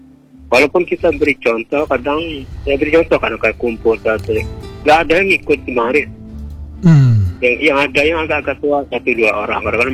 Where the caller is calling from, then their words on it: Bangka Belitung Islands, Indonesia; Kalau bahasa Bangkaan ini kita orang Bangka yang tahu